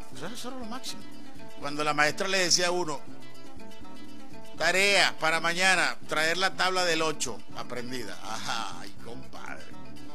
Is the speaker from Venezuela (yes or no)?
yes; Aragua de Maturín, Monagas, Venezuela; moved away; Yo conocí en mi pueblo, en el liceo Félix Armando Núñez, pero Félix Antonio Calderón, en Aragua de Maturín